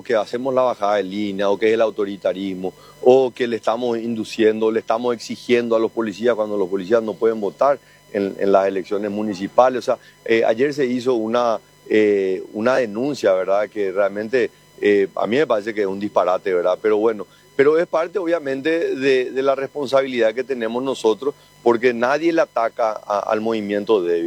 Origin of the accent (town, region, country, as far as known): Paraguay